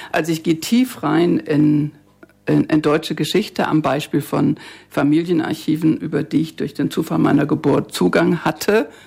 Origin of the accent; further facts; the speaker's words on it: Frankfurt, Hesse, Germany; born there; ich bin in Frankfurt geboren und stolz darauf